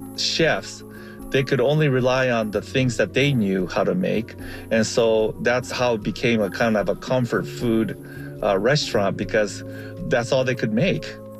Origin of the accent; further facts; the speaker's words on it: Japan; moved away; My family, we came over from Japan in 1969. I remember the first couple of years, my family played Mahjong.